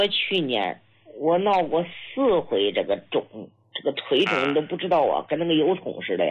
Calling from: Hebei, China; 我是河北的。

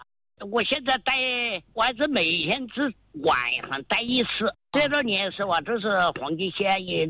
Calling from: Tianmen, Hubei, China; 我是天门市福子山的。

